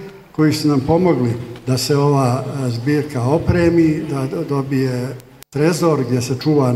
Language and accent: Bosnian; Bosnia & Herzegovina; što bi se reklo kod nas u Bosni, da nam renoviraju ovu zgradu nakon našeg teškog rata.